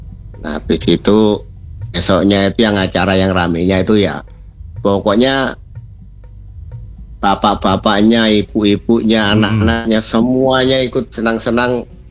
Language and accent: Indonesian; Java, Indonesia; Nah, kan saya orang Jawa jadi kan ya.